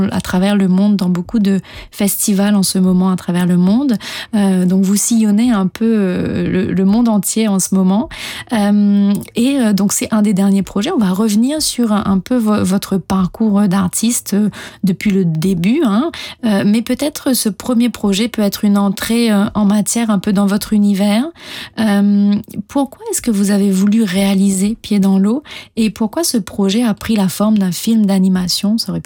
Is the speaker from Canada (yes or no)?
no; Mauritius; sur le drame du Wakashio qu'on a tous vécu en tant que Mauricien.